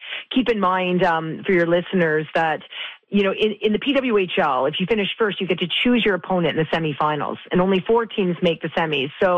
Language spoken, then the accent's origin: English; Canada; You said it, eh? Right? We're Canadian, and it's pretty impressive.